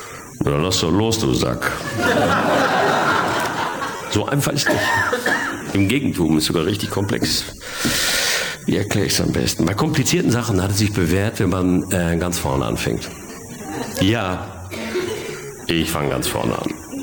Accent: Bochum, North Rhine-Westphalia, Germany; meine Heimatstadt Bochum ist ja für Nordrhein-Westfalen das, was Amerika für die freie Welt darstellt.

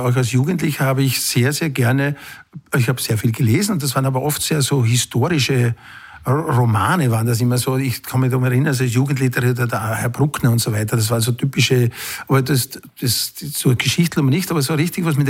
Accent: Halbturn, Burgenland, Austria; Also ich bin geboren in Halbturn und bin auch jetzt wieder wohnhaft in Halbturn. Habe eigentlich Halbturn nur während des Studiums und so weiter verlassen. Ansonsten muss ich auch sagen, bin ich ein begeisterter Burgenländer.

